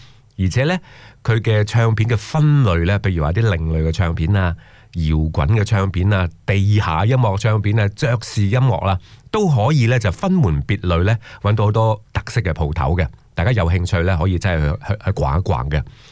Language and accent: Cantonese; Australia; 不过咧，咁我哋澳洲人咧